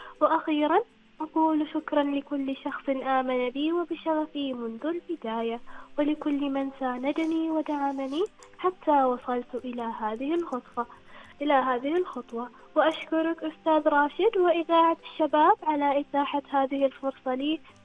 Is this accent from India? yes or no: no; Oman; بلادي عمان